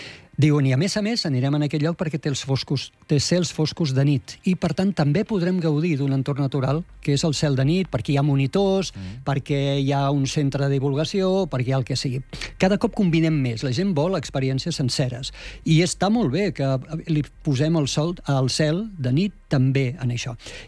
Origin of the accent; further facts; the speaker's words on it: Tarragona, Catalonia, Spain; born there; jo que sóc nascut a Tarragona, doncs Camp de Tarragona...